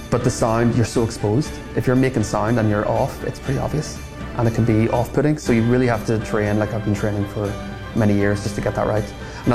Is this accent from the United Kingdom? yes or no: yes; Belfast, Northern Ireland, United Kingdom; I grew up in Belfast, which is in the north of Ireland, and I grew up kind of in the foothills of the mountains there, and beside Carrickfergus, where there's a big castle.